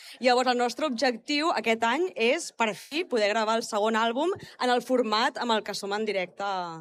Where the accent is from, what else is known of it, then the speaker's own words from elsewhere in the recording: Premià de Mar, Catalonia, Spain; born there; soc de Premià, literalment vaig néixer com a 20 metres d'aquí